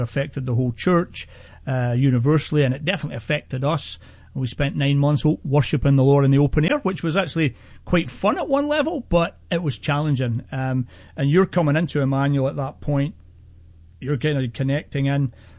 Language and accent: English; Scotland, United Kingdom; moved away as an adult; now in United States; as a Scotsman. I just came to America to pastor a church